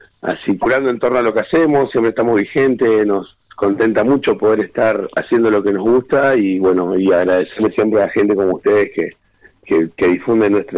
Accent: Neuquén, Argentina; además de ser … somos de Neuquén, y eso, bueno, enaltece un montón de cosas.

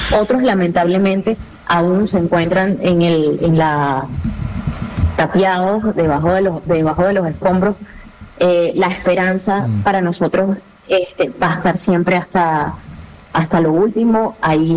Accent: Venezuela; si algo nos caracteriza a nosotros como venezolanos

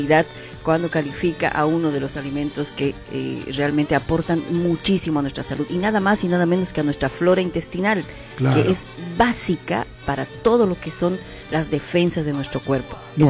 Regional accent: La Paz, Bolivia; cuando era niña, en Bolivia, en La Paz

